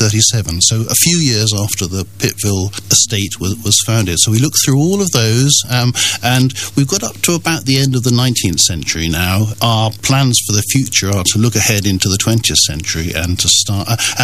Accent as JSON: {"language": "English", "town": "Cheltenham", "region": "South West England", "country": "United Kingdom", "tie": "born there", "moved": "yes", "said": "I was born in Cheltenham. When I came back to Cheltenham about 5 years ago"}